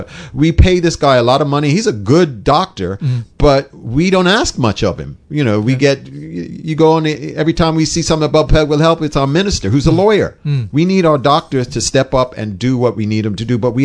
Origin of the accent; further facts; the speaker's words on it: Bermuda; I'm a Bermudian, I'm not American